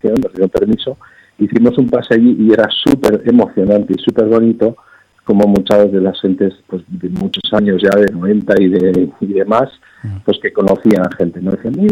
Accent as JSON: {"language": "Spanish", "town": "Pamplona", "region": "Navarre", "country": "Spain", "said": "porque piensa que somos de aquí, de Pamplona, los pamplones"}